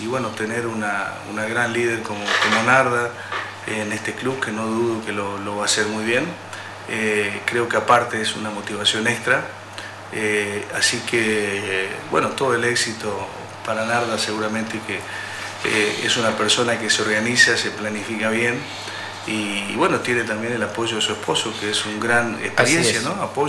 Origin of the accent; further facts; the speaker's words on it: Argentina; born there; moved away; yo soy argentino, nacido en Argentina, he vivido 24 años acá, así que tengo mi corazón dividido, digamos, por el país donde nací, el país que me acogió con tanto cariño.